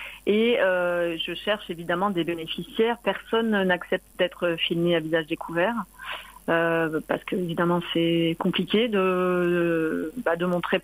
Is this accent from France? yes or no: yes; Marseille, Provence-Alpes-Côte d'Azur, France; parce que moi je viens de Marseille et donc on vient sur des très courtes périodes